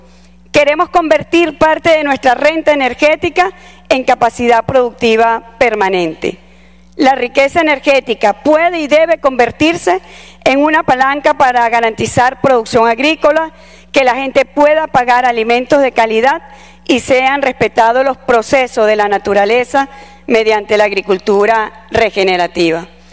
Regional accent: Venezuela; Vengo de Venezuela, un país que ha conocido la adversidad en todas sus dimensiones

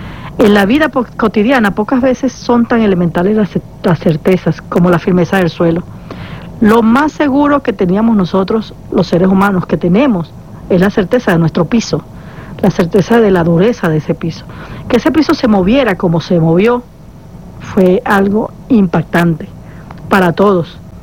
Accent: Venezuela; Somos uno solo en este momento, somos hermanos venezolanos que nos necesitamos los unos a los otros.

